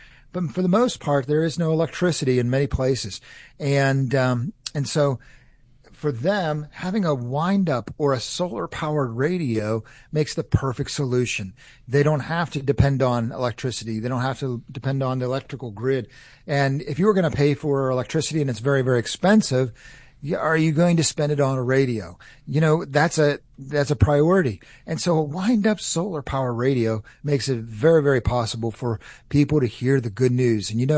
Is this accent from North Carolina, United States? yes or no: yes; North Carolina, United States